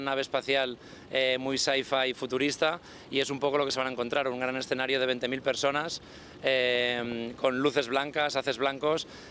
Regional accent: Fraga, Aragon, Spain; siendo fragatino y aragonés

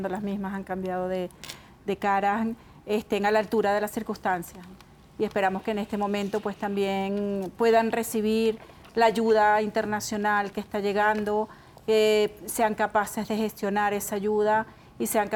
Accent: Venezuela; nosotros quizás como venezolanos

